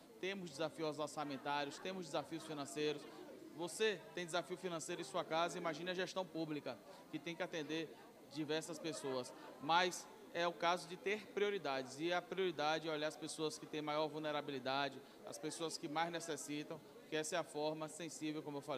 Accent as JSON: {"language": "Portuguese", "town": "Feira de Santana", "region": "Bahia", "country": "Brazil", "tie": "born or raised there", "said": "eu fui nascido e criado aqui em Feira de Santana."}